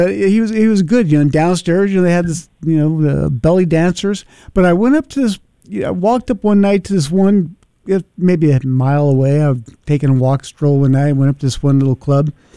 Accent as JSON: {"language": "English", "country": "United States", "said": "I'm an American dude"}